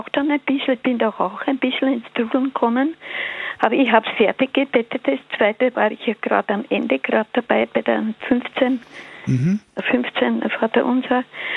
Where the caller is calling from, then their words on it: Upper Austria, Austria; Ich bin aus Oberösterreich.